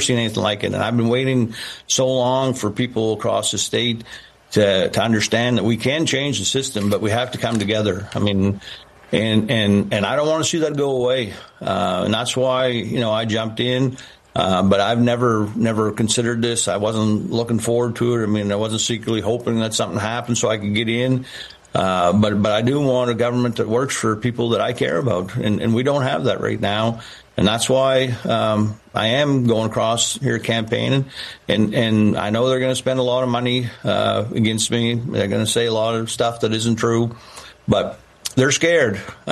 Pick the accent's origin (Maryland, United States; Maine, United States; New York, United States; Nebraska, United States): Maine, United States; So we've got a big difference here, even though we're both from Aroostook County.